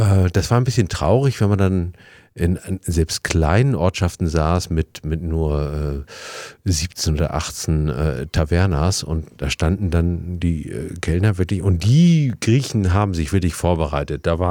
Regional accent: Mecklenburg-Vorpommern, Germany; weil wir gesagt haben, wir kommen aus Mecklenburg

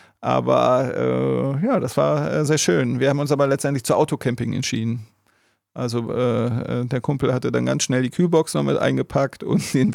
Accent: Wetzlar, Hesse, Germany; born there; aber ich bin in Wetzlar an der Lahn geboren.

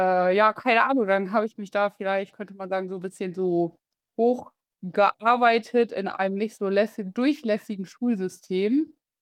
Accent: Bremen, Germany; ich bin aufgewachsen in Bremen-Nord.

